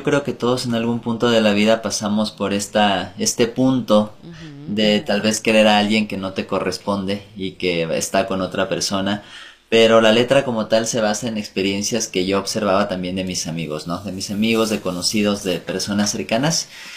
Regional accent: Quito, Pichincha, Ecuador; soy artista quiteño, artista, cantautor, compositor quiteño.

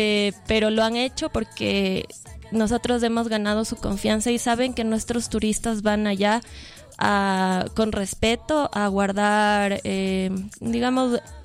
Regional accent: Quito, Pichincha, Ecuador; creo que tenemos tan normalizado como quiteños, no sé, estar tan cerca de los volcanes, verlos, pero no es normal.

